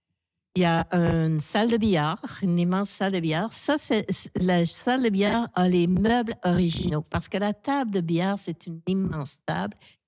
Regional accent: Montreal, Quebec, Canada; Moi, je viens de Montréal

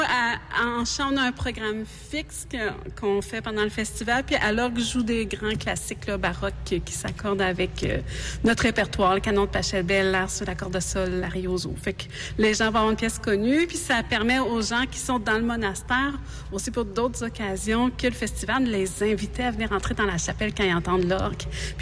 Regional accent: Montmagny, Quebec, Canada; Oui, ben, je suis née à Québec officiellement, mais mes parents après ça sont déménagés rapidement à Montmagny parce que mon père avait un emploi, il a pris emploi là-bas.

